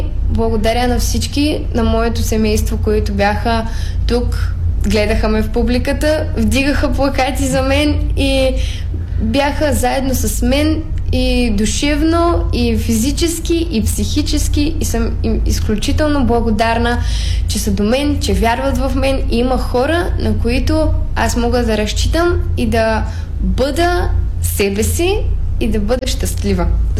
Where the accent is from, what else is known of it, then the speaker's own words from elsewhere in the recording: Dobruja, Bulgaria; аз съм от Добруджа